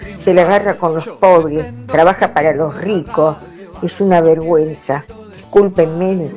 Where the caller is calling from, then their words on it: Morón, Buenos Aires Province, Argentina; de Morón.